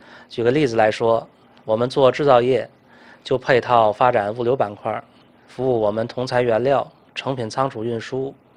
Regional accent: Tianjin, China; 我们生于斯，长于斯，这座城市的工业底蕴、营商环境与人文滋养，是我们企业成长的土壤。企业的发展根基就在北辰

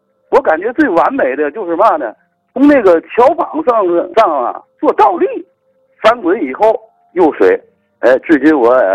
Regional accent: Tianjin, China; 我们这些孩子们在北运河长大那个年代啊，都会游泳啊

